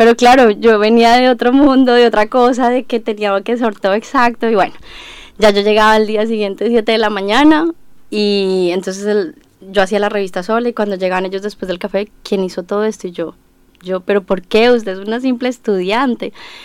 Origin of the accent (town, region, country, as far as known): Colombia; moved away as an adult; also born or lived in Spain